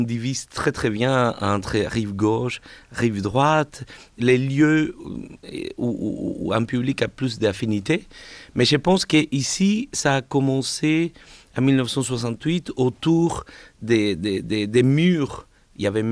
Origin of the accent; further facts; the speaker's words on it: Argentina; now in Geneva, Switzerland; je viens de l'Argentine